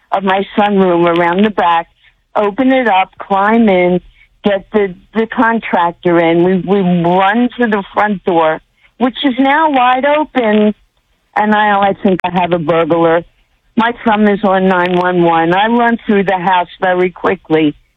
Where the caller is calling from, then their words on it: New Jersey, United States; I'm calling from South Jersey.